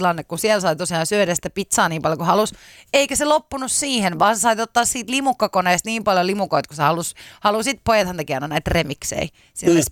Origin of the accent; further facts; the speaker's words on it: Vantaa, Uusimaa, Finland; Mä olen siis Vantaalta.